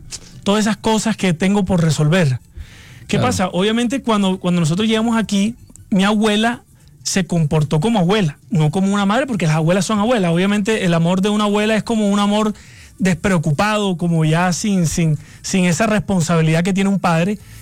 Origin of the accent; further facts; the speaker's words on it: Barranquilla, Atlántico, Colombia; accent: costeño; also born or lived in Morelia, Michoacán, Mexico; Y ellos decidieron radicarse a vivir en Barranquilla. Entonces, yo, imagínate, desde los 2 años crecí en Barranquilla y por eso, obviamente, pues tengo mi acento, mi tumbado, todo el sabor costeño.